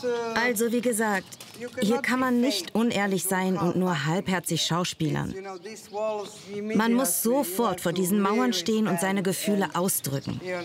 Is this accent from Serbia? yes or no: yes; Serbia; moved away as an adult; also born or lived in London, United Kingdom; now in Istria, Croatia; ich komme aus Serbien.